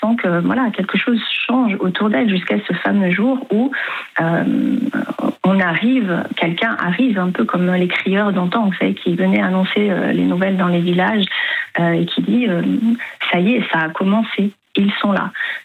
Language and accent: French; France; also born or lived in Sarajevo; Moi, j'ai grandi en France, j'ai fait mes études en France. Enfin, je me considère vraiment française parce que c'est mon parent adoptif, la France.